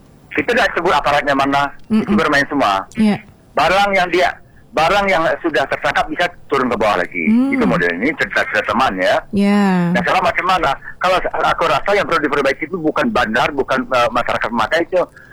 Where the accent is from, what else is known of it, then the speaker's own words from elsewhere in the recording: Jambi, Indonesia; Aku ini orang Brony, Pak. Asli di sana Brony. Itu kan daerah kami